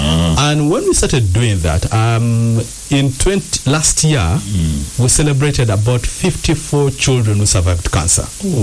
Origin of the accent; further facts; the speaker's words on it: Eastern Region, Uganda; we are from Teso.